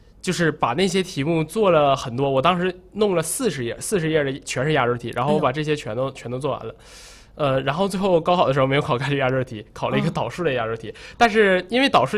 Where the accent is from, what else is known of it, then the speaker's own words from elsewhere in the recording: China; first language Chinese; 因为我们是中国人嘛，这个语文它不仅是一个学科，也是我们的中文汉语也是我们的母语